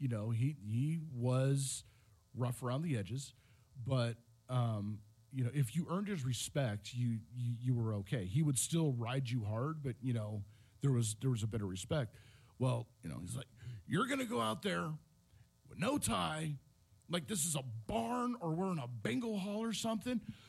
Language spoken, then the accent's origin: English; California, United States; moved away as an adult; also born or lived in Atlanta, Georgia / Boise, Idaho; now in Chautauqua County, New York, United States; growing up in California and living in Atlanta and then Boise, Idaho